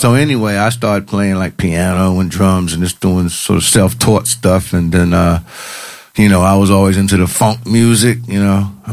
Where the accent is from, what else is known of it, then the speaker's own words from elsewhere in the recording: London, United Kingdom; accent: British; I got the accent, but man, I'm a Londoner. I got the accent.